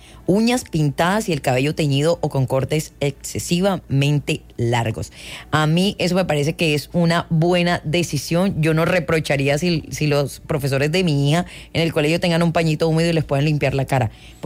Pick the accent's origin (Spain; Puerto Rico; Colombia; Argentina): Colombia; Barranquilla, Atlántico